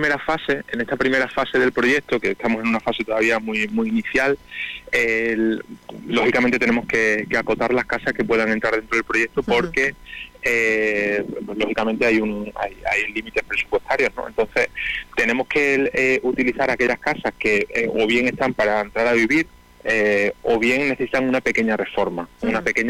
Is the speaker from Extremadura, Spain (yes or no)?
yes; Ribera del Fresno, Extremadura, Spain; nosotros somos de Ribera del Fresno